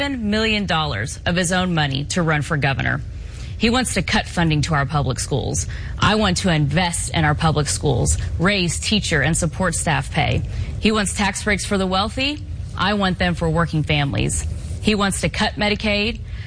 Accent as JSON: {"language": "English", "region": "Oklahoma", "country": "United States", "tie": "born or raised there", "said": "I was raised in Southwest Oklahoma by a single father who served 22 years in the United States Army"}